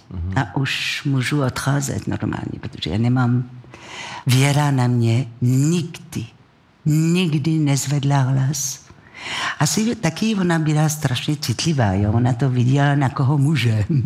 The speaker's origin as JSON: {"language": "Czech", "town": "Marseille", "region": "Provence-Alpes-Côte d'Azur", "country": "France", "second_language": "Czech", "moved": "yes", "lives_now": "Czech Republic", "said": "já jsem z Marseille"}